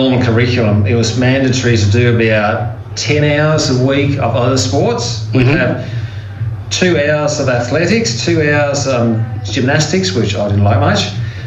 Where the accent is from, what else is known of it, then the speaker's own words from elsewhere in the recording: Denmark; now in Australia; So, I was born and grew up in Denmark, Europe, and back in the 60s.